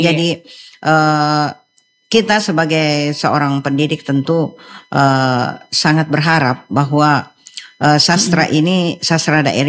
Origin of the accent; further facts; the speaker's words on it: South Sulawesi, Indonesia; Kalau kita orang Sulawesi Selatan